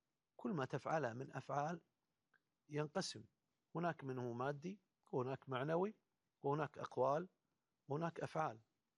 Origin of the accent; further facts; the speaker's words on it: Kuwait; عندنا في الكويت